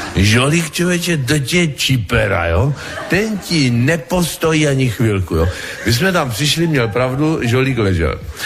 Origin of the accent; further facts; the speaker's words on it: Třebíč, Vysočina Region, Czechia; kterou jsme jeli po Třebíči po mém rodném městě